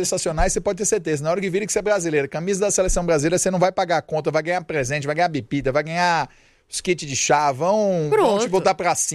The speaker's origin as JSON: {"language": "Portuguese", "region": "Ceará", "country": "Brazil", "said": "Eu sou cearense"}